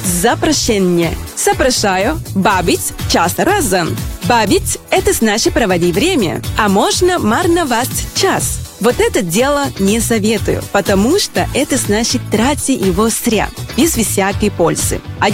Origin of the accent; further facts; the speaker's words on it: Venezuela; Russian is a second language; now in Belarus; я приехала в Беларусь из Венесуэлы. Приехала и осталась, и мне очень много здесь нравится, в том числе белорусский язык.